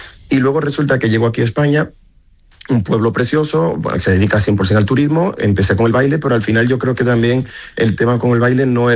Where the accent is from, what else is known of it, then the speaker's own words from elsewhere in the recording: Dominican Republic; now in Spain; yo me presenté como dominicano.